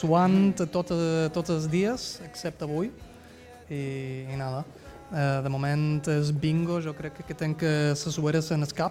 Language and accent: Catalan; Hamburg, Germany; born there; Catalan is a second language; Jo d'Alemanya, vaig néixer a Hamburgo.